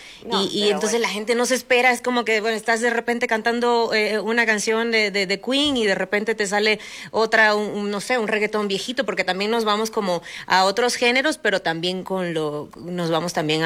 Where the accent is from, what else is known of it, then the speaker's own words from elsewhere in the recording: Venezuela; Yo, por ejemplo, soy venezolana